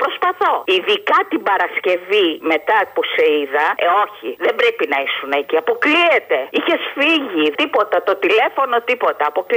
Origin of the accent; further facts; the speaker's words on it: Spercheiada, Central Greece, Greece; born there; now in Glyfada, Greece; από Γλυφάδα και Παύλα θα βάλω στη μέση και από Σπερχιάδα. Για να μ' ακούνε και από το χωριό μου.